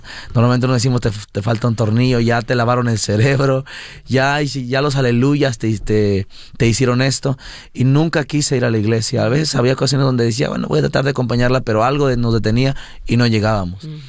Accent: San Luis Potosí, Mexico; moved away; also born or lived in Mexico City; Yo soy originalmente del DF, Distrito Federal, pero nosotros nos criamos más en San Luis Potosí, lo que hacemos normalmente es decir que somos de San Luis Potosí, que ahí fue donde nosotros crecimos.

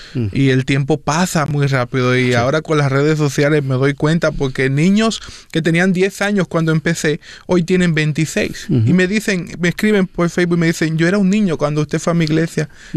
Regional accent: Puerto Rico; Un tema que en mi país ha sido muy controversial en Puerto Rico.

